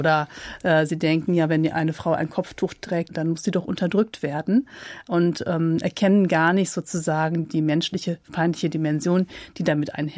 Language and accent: German; Rhineland, Germany; born there; accent: slight Rhineland accent